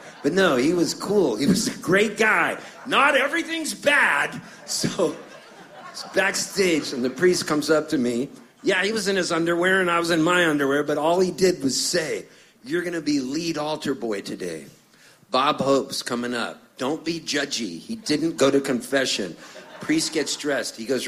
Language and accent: English; Halifax, Nova Scotia, Canada; born there; Oh man, I was born in Halifax, Nova Scotia, Canada.